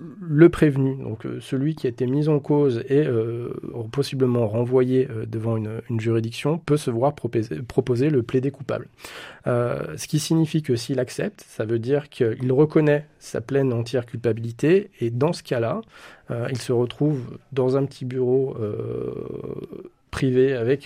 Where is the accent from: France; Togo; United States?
France; Saint-Étienne, Auvergne-Rhône-Alpes; Alors moi je suis un pur produit stéphanois, je suis né à Saint-Étienne, j'ai fait mes études à Saint-Étienne et j'exerce en tant qu'avocat pénaliste à Saint-Étienne.